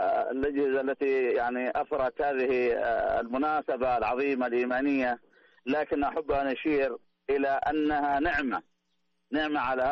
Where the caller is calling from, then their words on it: Abu Arish, Jazan Province, Saudi Arabia; أنا من جازان محافظة أبو عريش قرية الزبيدة